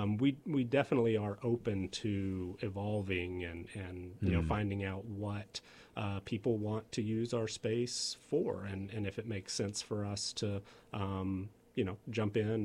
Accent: Georgia, United States; moved away; we grew up in Georgia

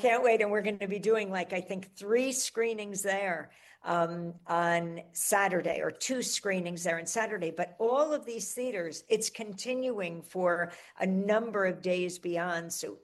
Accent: Bay Shore, New York, United States; We grew up in Long Island in Bayshore, where you took the ferries to Fire Island.

